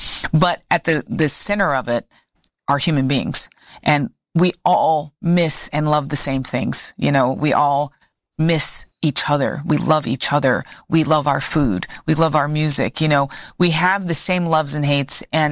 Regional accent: North Carolina, United States; I'm from North Carolina. I was born and raised there.

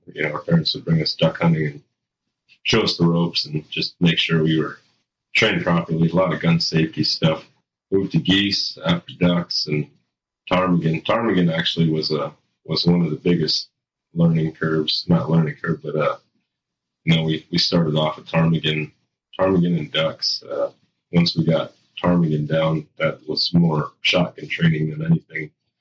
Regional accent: Utqiagvik, Alaska, United States; Jack's younger brother, 34. I was born and raised here in Iqaluit, Barrow, Alaska.

